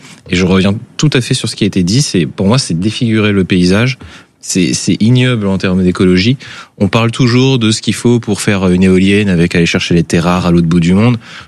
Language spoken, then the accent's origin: French; Normandy, France; Mais moi je suis normand, donc je suis pas corse. Hein, il fait un petit peu plus de pluie chez moi.